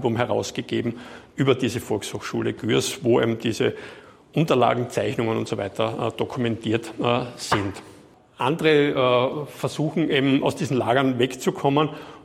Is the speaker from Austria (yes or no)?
yes; Graz, Styria, Austria; die damals in Wöllersdorf gewesen sind oder bei uns in Graz, in Waltendorf draußen